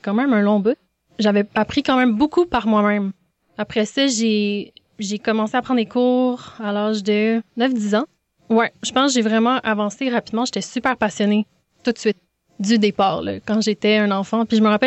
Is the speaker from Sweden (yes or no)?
no; Montreal, Quebec, Canada; accent: Québécois; also born or lived in Denmark; Je suis née au Danemark, mais j'ai grandi vraiment à Montréal. C'est pour ça que j'ai le gros accent québécois.